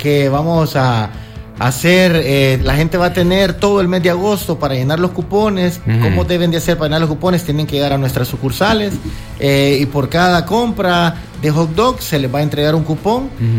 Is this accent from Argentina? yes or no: no; El Salvador